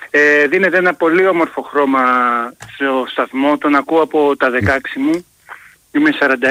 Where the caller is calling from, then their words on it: Kalymnos, South Aegean, Greece; από Κάλυμνο.